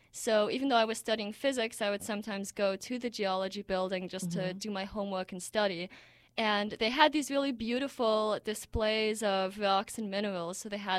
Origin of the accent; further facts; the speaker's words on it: Switzerland; born or raised there; now in California, United States